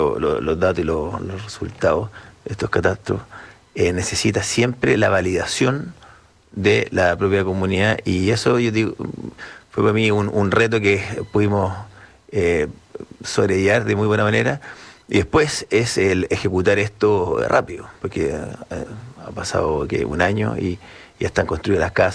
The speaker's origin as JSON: {"language": "Spanish", "country": "Chile", "said": "porque para nosotros como chilenos"}